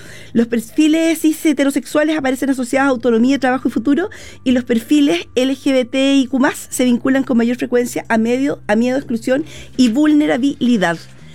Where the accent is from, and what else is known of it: Chile